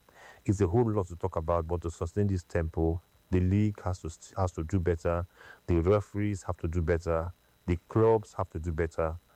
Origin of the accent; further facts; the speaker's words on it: Nigeria; I'm not part of the team. I'm just a Nigerian football lover who loves to go to the stadium and watch football matches.